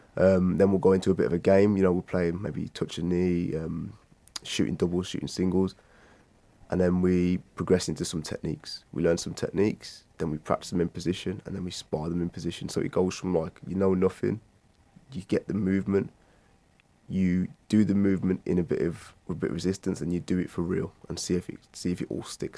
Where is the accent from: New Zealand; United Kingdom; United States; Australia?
United Kingdom; Wolverhampton, West Midlands; back when I was growing up in Wolverhampton